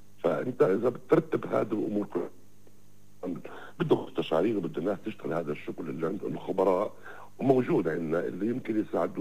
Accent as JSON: {"language": "Arabic", "country": "Palestine"}